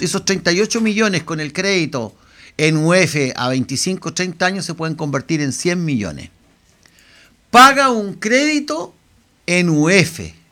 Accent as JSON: {"language": "Spanish", "area": "Chaulinec Island", "region": "Los Lagos", "country": "Chile", "tie": "born there", "said": "Yo, el año 61, cuando yo nací en la isla de Chaulinec, era pobre."}